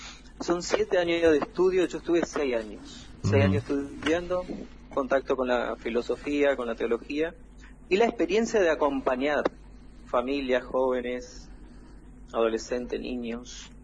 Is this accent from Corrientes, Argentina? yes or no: yes; Paso de los Libres, Corrientes, Argentina; yo me crié desde niño acá en Libres